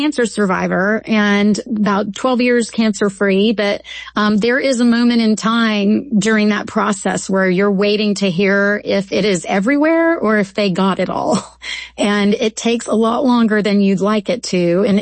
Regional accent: Baton Rouge, Louisiana, United States; moved away as an adult; also born or lived in New York; my husband got an incredible job opportunity in Baton Rouge, which is my hometown and where I grew up.

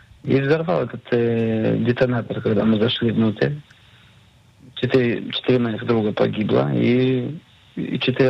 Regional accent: Mariupol, Donetsk Oblast, Ukraine; now in Israel; Я репатриант, и она тоже репатриантка. Я из Мариуполя, она из Севастополя.

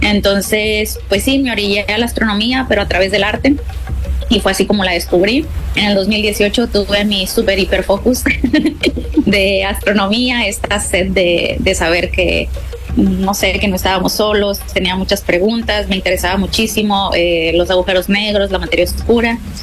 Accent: Baja California Sur, Mexico; el lugar donde antes vivía, que era Baja California Sur. Yo soy de acá, de la Baja, y bueno, me regreso

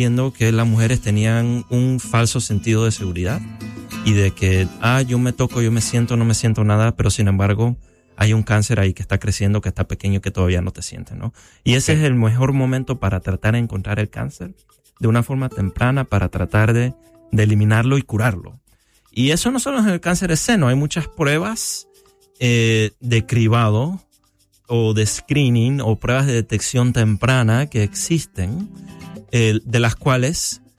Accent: Panama; eso fue mi inspiración, principalmente mi padre y yo creciendo en Panamá.

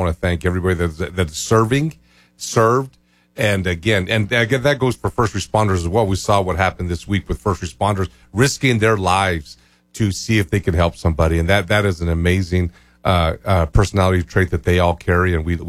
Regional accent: Chama, New Mexico, United States; And, growing up in Chama, we grew up around the Indy 500 because the Unsers had a place in Chama.

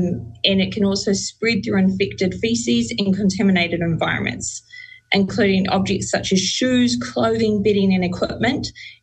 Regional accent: Auckland, New Zealand; also born or lived in Papatoetoe / Otara; I hail from Manurewa, Papatoi, Otara, and my tribal area is Omao Bay.

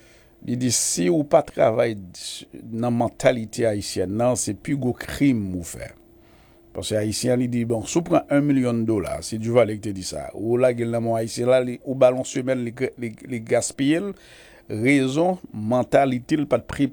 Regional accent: Haiti; C'est comme si on est haïtien, mais on n'est pas fier d'être haïtien.

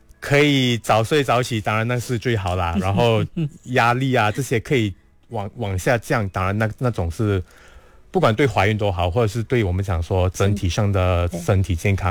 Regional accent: Malaysia; 因为我们马来西亚人基本上都跟太阳不是那么好的关系了

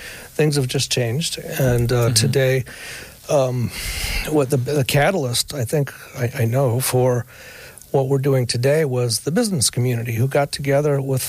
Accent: Toledo, Ohio, United States; also born or lived in Oregon, Ohio; I grew up partly in East Toledo and partly in Oregon.

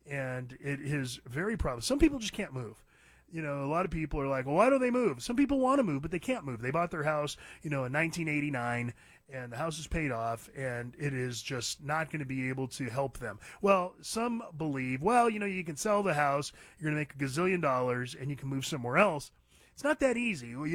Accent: California, United States; moved away as an adult; now in Nevada or Arizona desert, United States; I grew up in California, was born and raised. I left California at age 29, moved out to the desert, never looked back. I've got family still in California.

